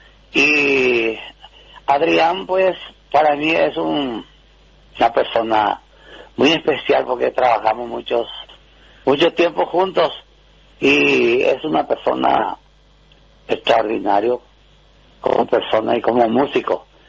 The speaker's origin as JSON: {"language": "Spanish", "town": "San José de los Arroyos", "region": "Caaguazú", "country": "Paraguay", "tie": "born or raised there", "also_born_or_lived": "Itacurubí", "said": "yo nací en Itacurubí y entre San José de los Arroyos. La frontera, mi casa estaba en Itacurubí y mi baño estaba en San José."}